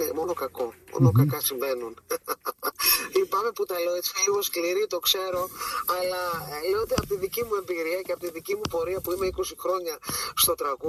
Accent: Cyprus; moved away as an adult; now in Greece; Από μικρό παιδί είμαι από την Κύπρο, ξεκίνησα από την Κύπρο, έτσι. Τα οδεία μου, τις σπουδές μου στο εξωτερικό, ήρθα Ελλάδα στα 23

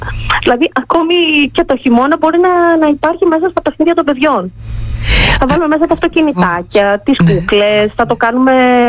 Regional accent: Iraklitsa, Eastern Macedonia and Thrace, Greece; στο πατρικό μου, στη πατρίδα μου, στην Ερακλήτσα Καβάλας.

